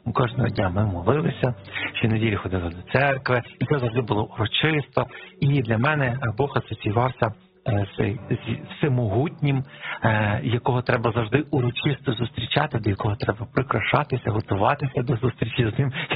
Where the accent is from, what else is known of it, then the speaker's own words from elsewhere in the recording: Lviv, Lviv Oblast, Ukraine; я виховувався вже у Львові, досить релігійній такому середовищі.